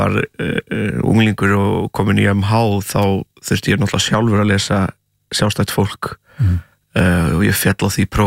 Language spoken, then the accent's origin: Icelandic; Portugal; Ég, eins og ég hef sagt svona 300 sinnum og fólk örgulega þreytt á hér að það náttúrulega ólst upp í Portugal.